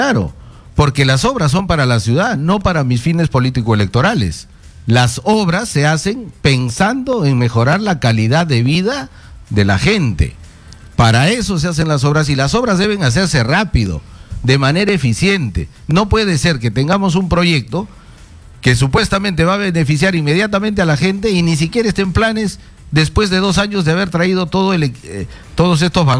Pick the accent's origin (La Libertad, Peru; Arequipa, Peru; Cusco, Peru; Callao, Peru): Cusco, Peru; now in Lima, Peru; yo soy cusqueño, empezando por ahí, así como millones de ciudadanos que vivimos en Lima, de migrante.